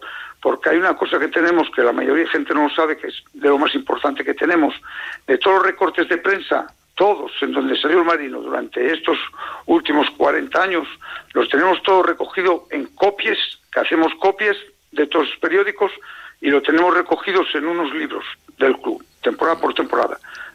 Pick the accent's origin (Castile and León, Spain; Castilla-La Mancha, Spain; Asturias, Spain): Asturias, Spain; Luanco; Yo quiero que mi pueblo Luanco salga ahí por todos los lados, y eso desde que nací pensé en ello.